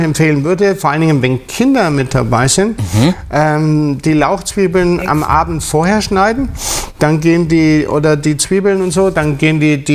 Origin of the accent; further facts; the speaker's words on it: Creglingen, Baden-Württemberg, Germany; aus Kreglinger im Taubertal, wo ich herkomme, ursprünglich.